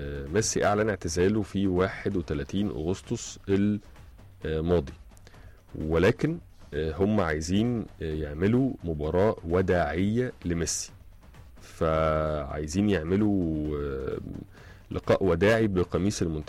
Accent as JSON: {"language": "Arabic", "country": "Egypt"}